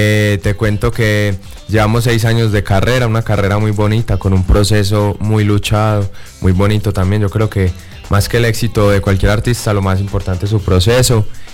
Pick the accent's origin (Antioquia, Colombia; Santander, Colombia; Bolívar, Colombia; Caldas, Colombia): Antioquia, Colombia; Girardota; mi tierra natal, Girardot, Antioquia